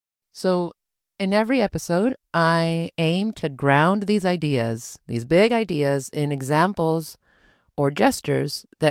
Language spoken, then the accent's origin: English; Panama; now in Mallorca, Spain; I was born and raised in Panama with Caribbean and British roots. Now I'm based in Mallorca with my partner and two kids.